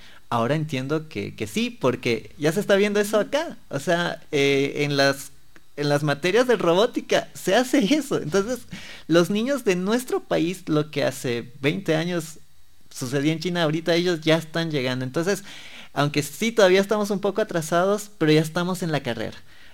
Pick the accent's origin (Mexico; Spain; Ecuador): Ecuador; nuestro país